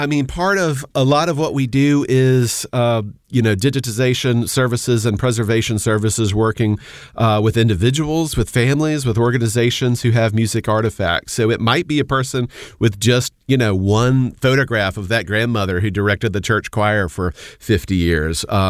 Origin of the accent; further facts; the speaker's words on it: Montgomery, Alabama, United States; So when I discovered, you know, field recordings from the state of Alabama, I grew up in Montgomery